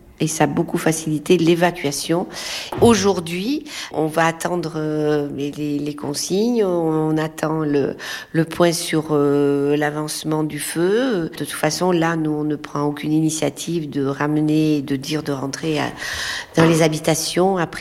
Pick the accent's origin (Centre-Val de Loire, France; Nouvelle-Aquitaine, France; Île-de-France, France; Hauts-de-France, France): Nouvelle-Aquitaine, France; Parentis-en-Born; Voyez, je suis originaire de Parentis.